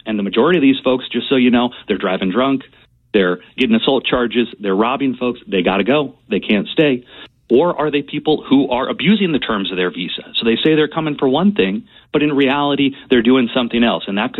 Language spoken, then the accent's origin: English; Arizona, United States; I'm from Arizona